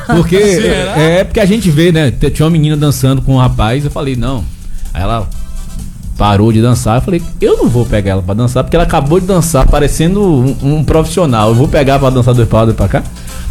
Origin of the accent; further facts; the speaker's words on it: Bahia, Brazil; moved away as an adult; now in Salvador, Brazil; eu sou de uma ligação entre Castro Alves e Ilha de Itaparica. Então eu sou de roça e praia, assim, os dois mundos.